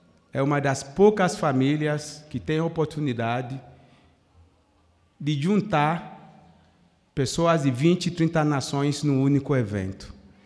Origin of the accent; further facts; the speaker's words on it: Brazil; eu tenho orgulho de dizer que eu sou brasileiro.